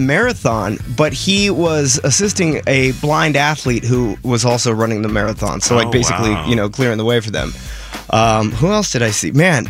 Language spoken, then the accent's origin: English; Las Vegas, Nevada, United States; moved away as an adult; now in Chicago, United States; I grew up in the desert. I grew up in Las Vegas.